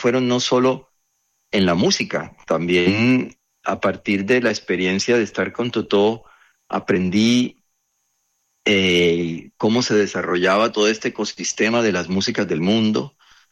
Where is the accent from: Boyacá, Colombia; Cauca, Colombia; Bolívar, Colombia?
Bolívar, Colombia; Cartagena; also born or lived in Bogotá; Yo nací, crecí en Cartagena y muy jovencito yo quería estudiar la música.